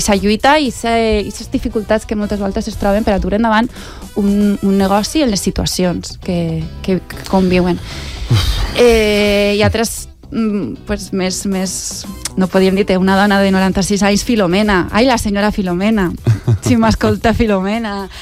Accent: Alcoi, Valencian Community, Spain; Jo sóc alcoiana, tinc casa a Alcoi, casa dels meus pares.

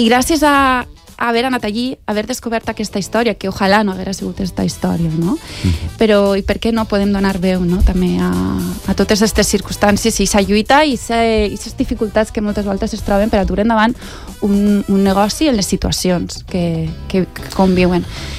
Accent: Alcoy, Valencian Community, Spain; Jo sóc alcoiana, tinc casa al Coi, casa dels meus pares.

